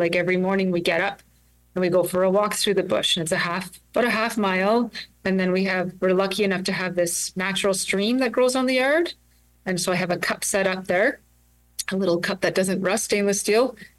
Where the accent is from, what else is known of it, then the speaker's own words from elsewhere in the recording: Steinbach, Manitoba, Canada; first language Ojibwe; English is a second language; also born or lived in Red Lake; And we grew up in Steinbach, and like the school had half days in German and half days in English, and I really didn't know what was going on. So I lost a lot of the Anishinaabemowin.